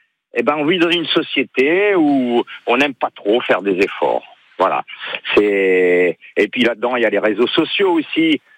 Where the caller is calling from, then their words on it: Corsica, France; ça fait 36 ans que je vis en Corse